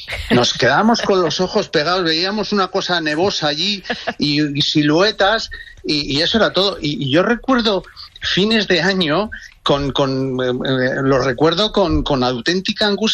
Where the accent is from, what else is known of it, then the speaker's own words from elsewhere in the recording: Spain; Mi pueblo es un reducto ahí en el Alto Ebro, es un valle muy escondido.